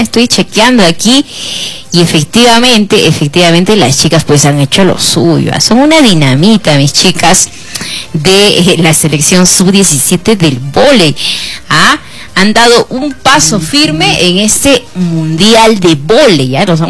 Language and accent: Spanish; Peru